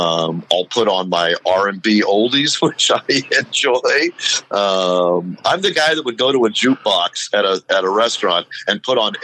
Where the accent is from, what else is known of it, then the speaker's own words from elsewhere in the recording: Los Angeles, California, United States; because when I was growing up in Los Angeles